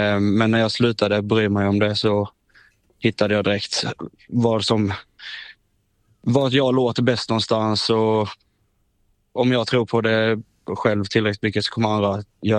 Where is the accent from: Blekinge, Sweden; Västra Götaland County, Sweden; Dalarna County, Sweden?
Blekinge, Sweden; Sölvesborg; now in Stockholm, Sweden; Bland annat hemma i Sölvesborg då.